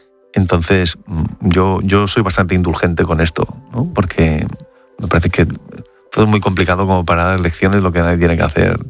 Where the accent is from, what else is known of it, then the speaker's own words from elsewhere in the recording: Madrid, Community of Madrid, Spain; Yo soy de barrio. Yo soy de Carabanchel y creo en las periferias.